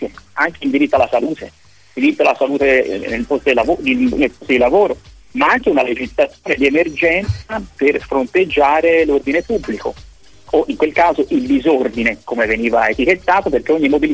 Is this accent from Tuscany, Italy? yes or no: yes; Florence, Tuscany, Italy; moved away as an adult; now in Cagliari, Italy; per chi come me è un forestiero e sentirà dall'incedere del mio parlato. Io sono fiorentino, ma mi sento cagliaritano a tutti gli effetti da più di 25 anni.